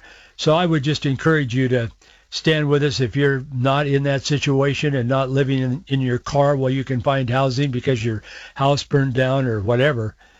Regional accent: Yakima, Washington, United States; I was born and raised in Yakima. We lived in the valley for a number of years. Then my parents moved back to Yakima again.

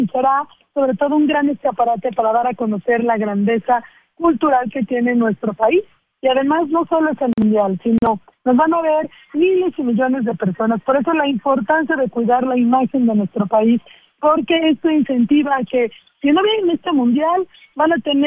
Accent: Mexico

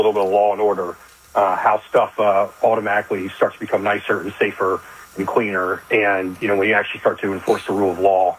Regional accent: Rockville, Maryland, United States; also born or lived in Germantown; I grew up right in Montgomery County on the other side. Rockville area.

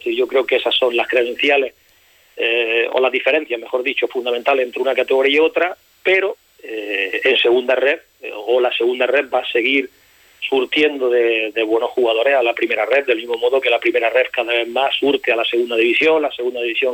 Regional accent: Granada, Andalusia, Spain; yo soy granadino

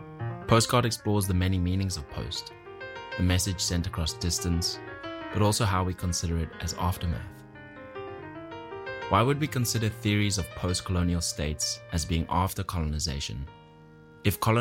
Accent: South Africa; Growing up in Oyikayib as a colored South African, I was often told what I was, but never how I came to be.

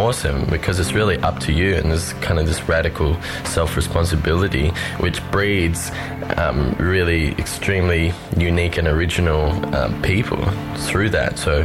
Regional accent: Alice Springs, Northern Territory, Australia; also born or lived in China; I grew up in Alice Springs.

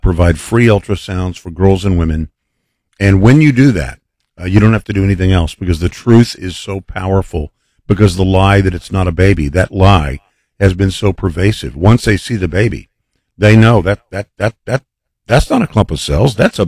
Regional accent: Texas, United States; the great state of Texas, my home state

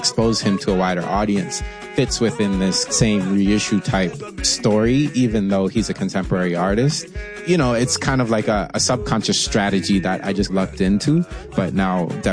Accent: United States; Obviously, I'm born and raised in America. I am of mixed race back in Sierra Leone.

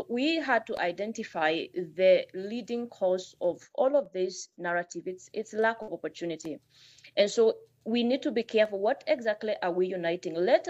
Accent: Kenya; you are in my country here in Kenya. I'm a Kenyan and I don't have a job.

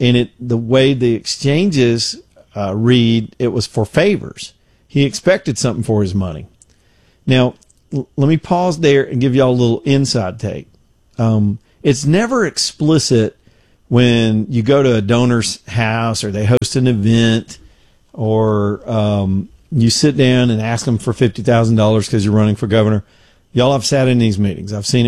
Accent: United States; he sees I'm an American.

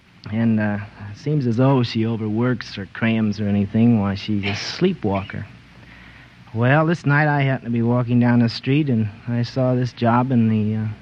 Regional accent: Santa Ana, California, United States; Santa Ana.

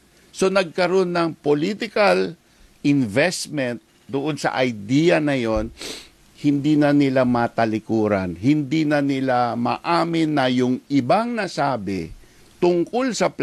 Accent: Ilocos Region, Philippines; taga Pangasinan po ako, ang layo-layo sa Bataan.

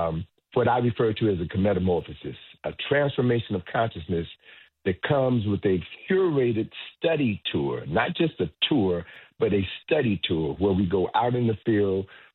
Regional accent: Chicago, Illinois, United States; my hometown, Chicago

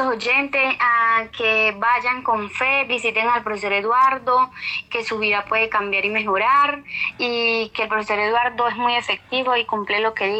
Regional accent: Venezuela; Nosotros somos de Venezuela y nosotros nos toca particular pagar todo.

